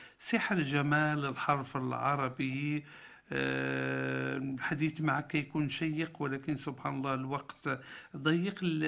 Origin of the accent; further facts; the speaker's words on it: Morocco; في بلادنا المغرب وأكثر في جهتنا